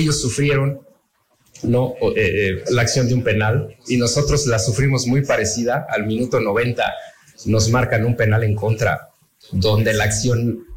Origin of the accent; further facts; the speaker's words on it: Mexico; Yo soy mexicano, ¿no? Yo soy mexicano.